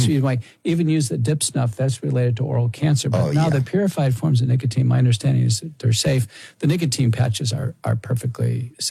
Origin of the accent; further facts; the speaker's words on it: Texas, United States; I grew up in Texas, so, you know, there were kids were dip snuffing.